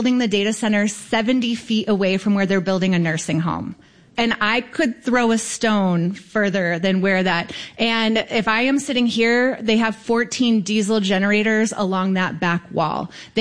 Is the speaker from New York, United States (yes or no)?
yes; New York, United States; I grew up in Western New York. My mom lived in Buffalo, and my dad lived off the land down towards the Pennsylvania border.